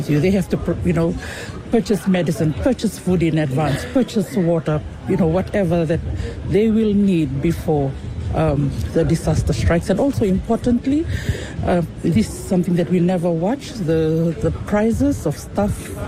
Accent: Fiji; I'm the Chief Executive Officer for the Pacific Disability Forum. I am from Fiji.

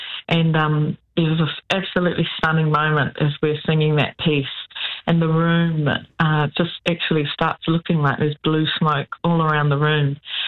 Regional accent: Hawke's Bay, New Zealand; moved away as an adult; also born or lived in Wellington / Waikato; So I grew up in Hawke's Bay.

